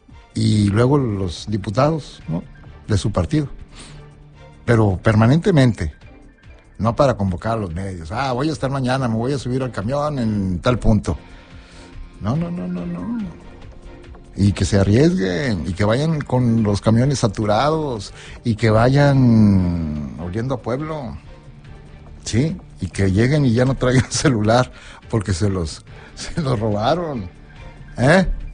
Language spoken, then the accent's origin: Spanish; Mexico; así somos los mexicanos. Prácticos somos los mexicanos.